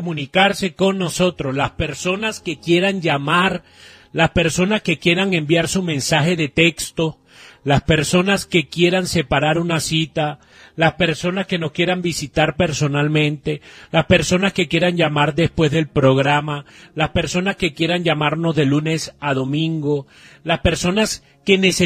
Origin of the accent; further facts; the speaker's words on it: Catemaco, Veracruz, Mexico; moved away; nosotros venimos de Catemaco, Veracruz. Conocemos lo que es la pobreza. Conocemos lo que es la humildad.